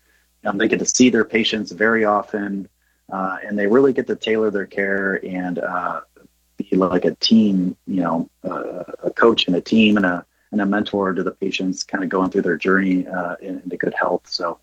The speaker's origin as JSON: {"language": "English", "town": "Caledonia", "region": "New York", "country": "United States", "tie": "born or raised there", "moved": "as an adult", "said": "I am from Caledonia, which is, for some who don't know, it's a small town right outside of Rochester, about 45 minutes. I grew up there."}